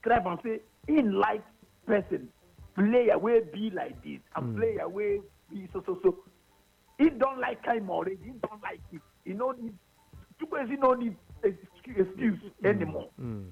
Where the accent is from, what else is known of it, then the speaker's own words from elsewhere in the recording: Nigeria; We are Nigerian